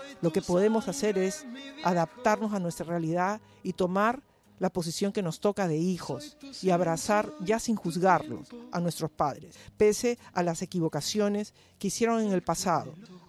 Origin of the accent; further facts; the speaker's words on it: Peru; yo soy como toda peruana, tengo rasgos chinos, ¿no? Orientales, ¿no?